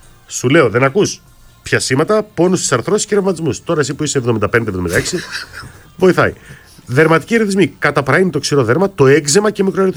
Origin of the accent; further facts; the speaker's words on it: Ptolemaida, Western Macedonia, Greece; Δεν λέω ότι είμαι από το Παρίσι, λέω ότι είμαι από τον Πτολεμαΐδα επίτηδε.